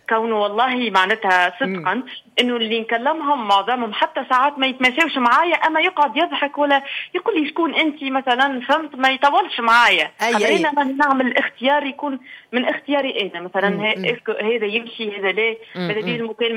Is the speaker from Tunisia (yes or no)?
yes; Tunisia; accent: Tunisian; كيما نقولوا بلهجتنا التونسيه